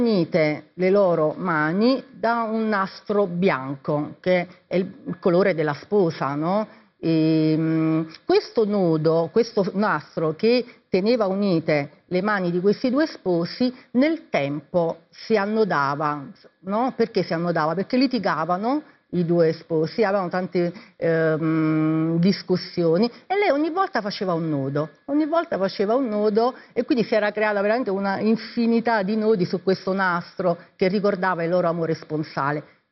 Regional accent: Gaeta, Lazio, Italy; io sono di Gaeta

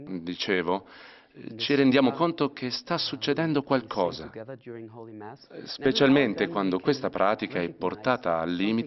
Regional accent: Germany; now in Heiligenkreuz, Austria; ho 38 anni e sono monaco qui ad Heiligenkreuz dal 2006. Sono tedesco e la prima volta che sono venuto qui, a dire il vero, ero solo alla ricerca di un po' di pace.

